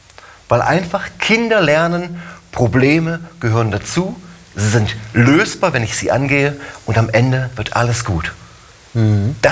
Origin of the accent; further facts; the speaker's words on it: Germany; also born or lived in Lüneburg; ich komme aus dem Harz.